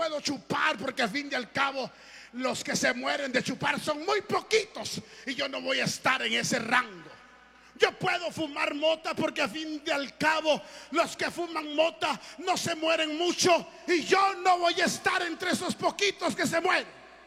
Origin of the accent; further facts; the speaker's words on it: Tiquisate, Escuintla, Guatemala; Yo soy de Tiquizate, Escuintla. Allí, de allí soy, hermano.